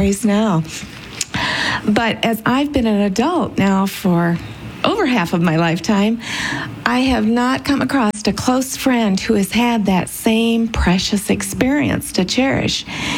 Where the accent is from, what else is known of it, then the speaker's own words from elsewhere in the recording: Aurora, Colorado, United States; from Aurora, Colorado.